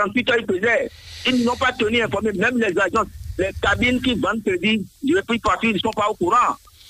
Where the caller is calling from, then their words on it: Benin; J'appelle d'Akatato.